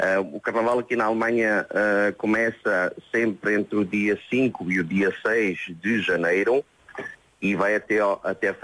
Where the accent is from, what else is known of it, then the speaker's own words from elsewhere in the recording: Macedo de Cavaleiros, Norte, Portugal; now in Germany; Eu sou natural de Macedo Cavaleiros.